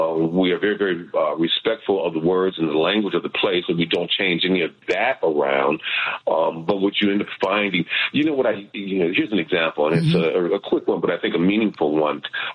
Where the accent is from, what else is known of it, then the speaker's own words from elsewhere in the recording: Detroit, Michigan, United States; Oh, absolutely. Yeah, born and raised in Detroit, and that journey began with the Detroit Repertory Theater, which is about to celebrate its 70th anniversary.